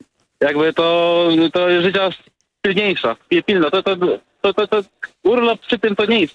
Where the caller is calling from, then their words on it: Wejherowo, Pomeranian Voivodeship, Poland; dzwonię z Wejherowa.